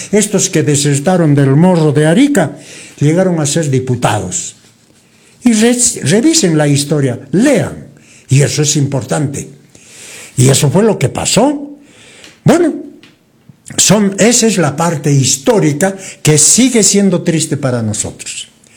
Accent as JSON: {"language": "Spanish", "country": "Peru", "said": "los peruanos, los que amamos la patria"}